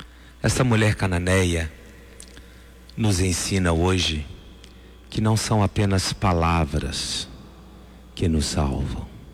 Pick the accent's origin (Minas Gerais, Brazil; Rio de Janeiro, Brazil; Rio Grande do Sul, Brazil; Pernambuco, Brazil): Minas Gerais, Brazil; sendo bem brasileiros e sendo bem mineiros